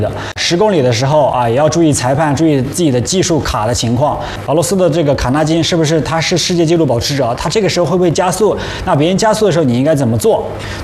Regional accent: Yunnan, China; 因为我本身我是来自云南的小城市嘛，我觉得我本身我就是一个特别朴实、特别感恩的人，然后去了，到了北京，到了首都了

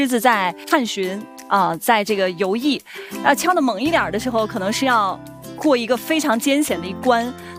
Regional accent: Guangdong, China; 我们广东人

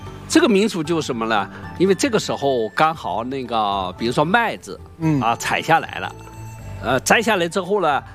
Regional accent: southern China, China; 我是南方人

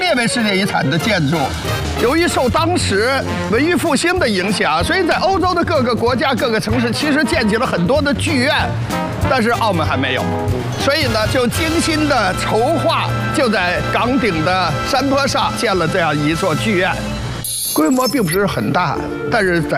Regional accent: Myanmar; now in Macau; 我哋咧就係70年係緬甸過嚟嘅，澳門咧就變咗我個第二個口音噶啦

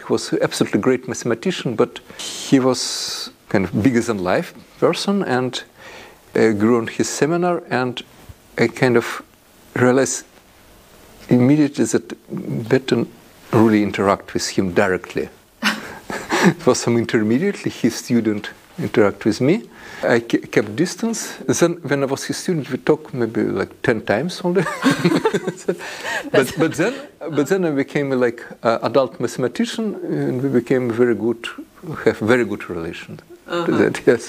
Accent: Russia; English is a second language; because I'm from Russia, and I never been on the east of Ural Mountains in Russia, so I've seen only in very little of western part.

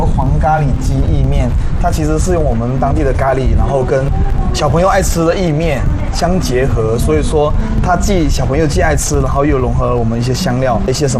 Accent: Indonesia; 对，我们是印尼的。

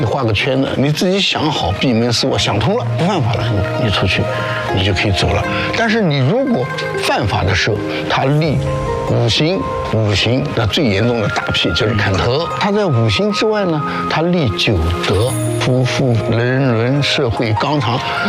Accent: Anhui, China; 台湾建省第一任的省长是我们安徽人刘铭传

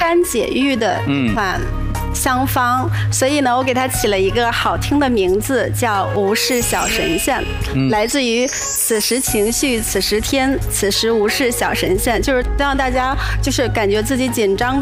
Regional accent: Kuancheng, Hebei, China; 我们宽城县，就是我的老家

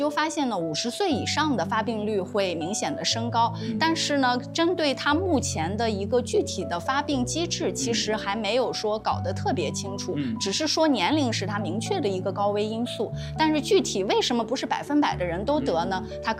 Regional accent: China

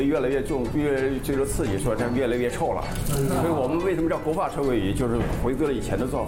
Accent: Anhui, China; born there; moved away

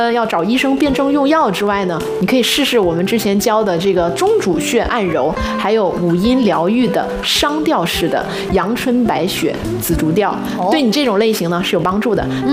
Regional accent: Shandong, China; 咱们山东人

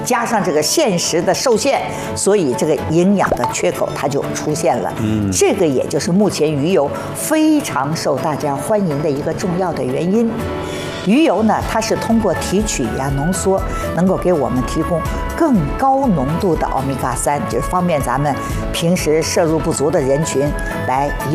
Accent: China; 就我们中国人呢已经从就是追求吃饱，现在进入到追求吃好还要吃健康的新阶段了。

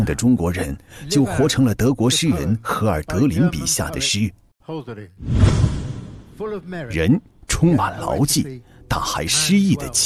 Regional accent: United Kingdom; 作为一名英国人，我深知西方人很难理解中国。

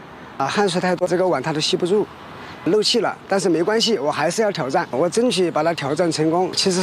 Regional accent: Lichuan, Hubei, China; 我们家乡利川的土家文化

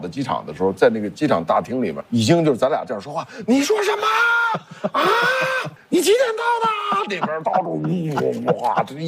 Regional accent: China; 我们中国人

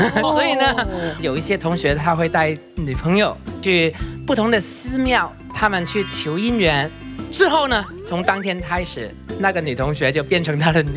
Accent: Hong Kong; 好，大家好，

